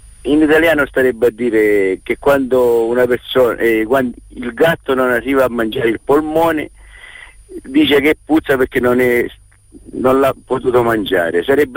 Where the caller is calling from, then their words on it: Reggio Calabria, Calabria, Italy; sono di Reggio Calabria.